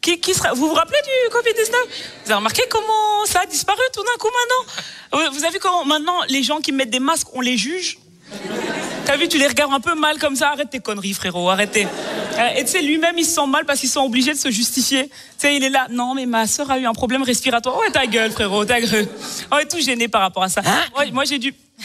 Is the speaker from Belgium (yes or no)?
yes; Belgium; Et vous savez, moi je suis belge. Ok, ma famille est française